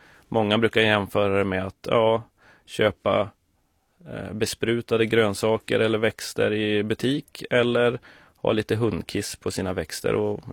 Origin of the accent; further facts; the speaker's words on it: southern Lapland, Sweden; moved away as an adult; now in Stockholm, Sweden; jag som är uppvuxen i södra Lappland